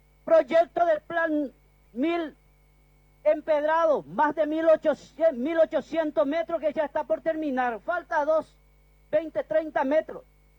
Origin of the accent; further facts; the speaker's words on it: Paraguay; Hoy te tengo que agradecer como paraguayo